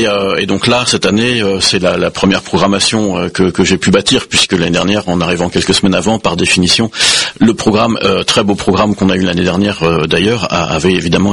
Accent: Île-de-France, France; je viens du Val d'Oise et je le revendique.

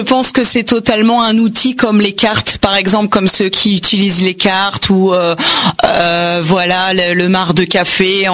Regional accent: Angers, Pays de la Loire, France; born there; also born or lived in Montreal, Canada; Oui, je suis né à Angers

